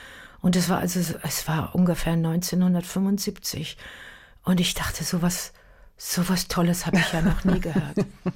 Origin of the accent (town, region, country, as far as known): Münster, North Rhine-Westphalia, Germany; born or raised there